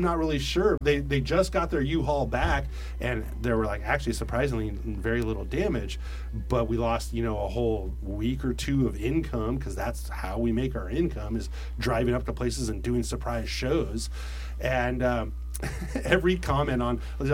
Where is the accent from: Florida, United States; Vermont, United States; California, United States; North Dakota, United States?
California, United States; San Jose; I'm from San Jose